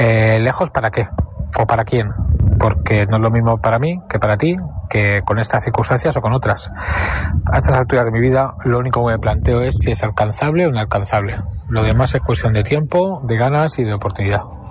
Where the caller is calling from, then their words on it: Madrid, Community of Madrid, Spain; Hola, buenas … de Madrid.